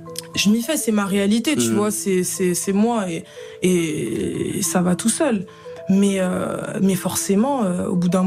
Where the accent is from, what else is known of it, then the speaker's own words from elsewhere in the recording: DR Congo; also born or lived in Paris, France; Ouais, je suis congolaise.